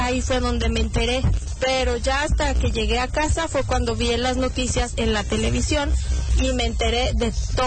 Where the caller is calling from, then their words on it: León, Guanajuato, Mexico; soy de León, Guanajuato.